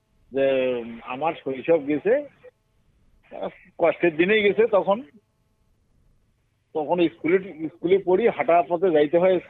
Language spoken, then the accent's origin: Bangla; Alipurduar district, West Bengal, India; আমার জন্ম এই আলিপুর জেলায় আর কি, তখন জলপাইগুড়ি জেলা ছিল, এখন তো আলিপুর জেলা।